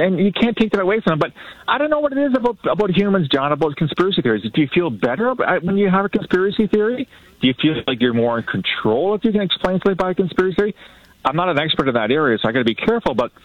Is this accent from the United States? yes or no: no; London, Ontario, Canada; I mean, I grew up in London, Ontario, right?